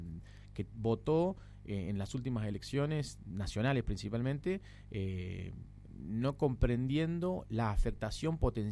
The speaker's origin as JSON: {"language": "Spanish", "country": "Argentina", "said": "todos tenemos que comprender y entender como argentinos cuál es la función que cumple la población de Tierra del Fuego."}